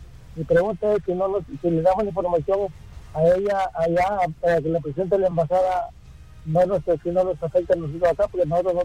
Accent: El Salvador; Mi pregunta es que yo soy salvadoreño y mi mamá es salvadoreña también

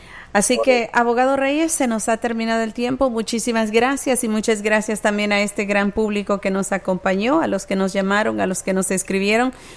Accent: Honduras; now in United States; Soy de Honduras y cuando entré nunca me detuvieron, pero entré sin visa.

